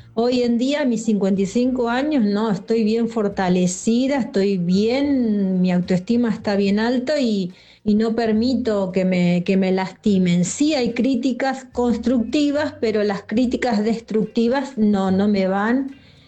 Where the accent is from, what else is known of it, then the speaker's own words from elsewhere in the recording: Zárate, Buenos Aires Province, Argentina; Hola equipo, hola audiencia, ¿qué tal? … de Zárate.